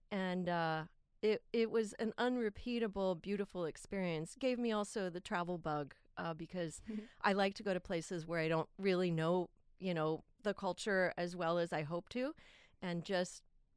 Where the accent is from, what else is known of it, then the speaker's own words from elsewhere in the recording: Midwest, United States; You know, I came from the Midwest.